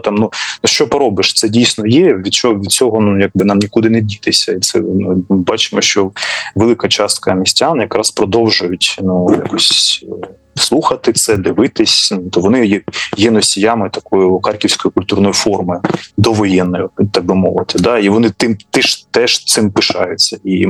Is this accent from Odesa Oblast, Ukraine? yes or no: no; Kharkiv, Kharkiv Oblast, Ukraine; Я харків'янин